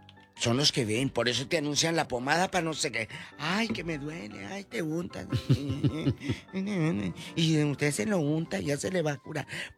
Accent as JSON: {"language": "Spanish", "town": "Matamoros", "region": "Tamaulipas", "country": "Mexico", "said": "a mi gente, a mis amigos, a mi tierra en Matamoros"}